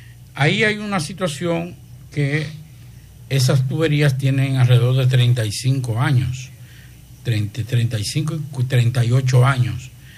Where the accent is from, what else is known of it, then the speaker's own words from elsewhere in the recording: Santiago de los Caballeros, Santiago, Dominican Republic; born there; los que somos de Santiago